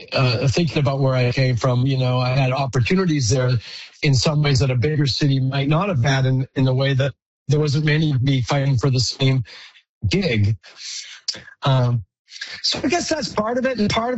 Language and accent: English; Regina, Saskatchewan, Canada; I come from Regina, where there wasn't a whole lot of blues players in town, and you know, the idea of being a blues player in the middle of Canada always felt unlikely